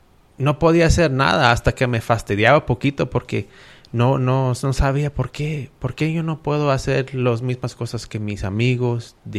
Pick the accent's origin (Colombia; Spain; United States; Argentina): United States; Midland, Texas; toda la vida he estado aquí en Midland, ahí... pues toda la vida ahí en la East Side, junto de Hidalgo Park, ahí viven mis abuelos todavía. Y en esa área, todo desde niño ahí estaba yo Y pues soy de Midland y no pienso nunca irme de Midland.